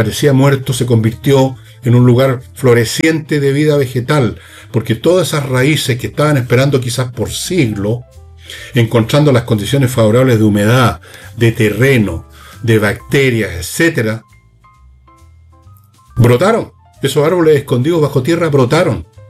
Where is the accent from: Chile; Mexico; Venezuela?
Chile; Yo soy un chileno común y corriente que veo lo que ha sucedido en este país